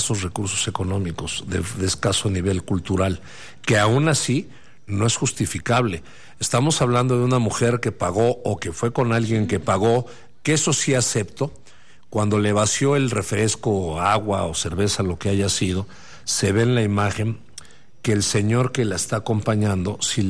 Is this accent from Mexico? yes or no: yes; Mexico; me da pena como mexicano